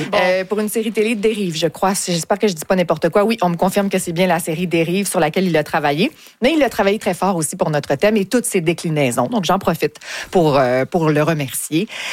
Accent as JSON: {"language": "French", "region": "Quebec", "country": "Canada", "said": "ici, là, pour nous, chez nous, au Québec"}